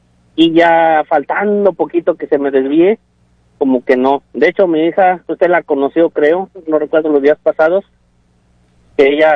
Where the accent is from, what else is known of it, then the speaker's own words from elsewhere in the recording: Mexico; que venimos de México, bueno, la mayoría, no todos, ¿verdad?, porque hay otros que son de otros países, pero venimos de allá, de nuestro país o nuestra tierra